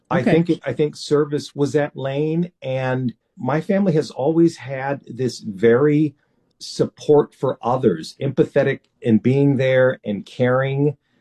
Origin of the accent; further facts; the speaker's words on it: Minneapolis, Minnesota, United States; growing up in Minneapolis, there weren't many police officers that looked like me.